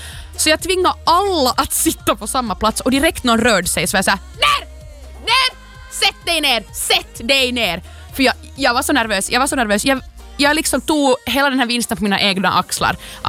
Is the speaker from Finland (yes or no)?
yes; Finland; vi var från Finland, jag och min sambo